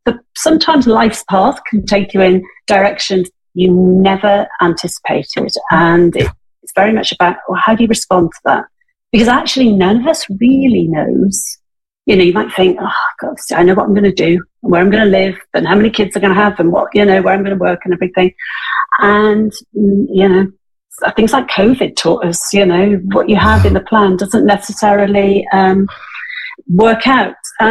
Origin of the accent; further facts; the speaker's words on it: Wales, United Kingdom; moved away as an adult; now in London, United Kingdom; Totally. I was born in Wales, I grew up in Wales, and then I left Wales when I was about 19 to go to uni.